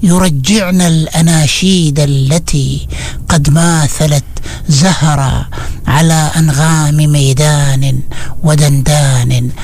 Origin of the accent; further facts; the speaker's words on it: Muscat, Muscat Governorate, Oman; born there; لأنها تتكلم عن جزء من طفولتي، وتتكلم عن مسقط